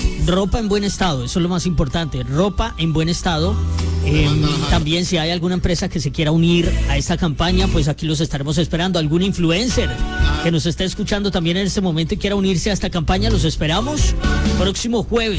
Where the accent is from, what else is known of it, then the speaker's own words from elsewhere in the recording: Colombia; Juntos debemos unirnos como colombianos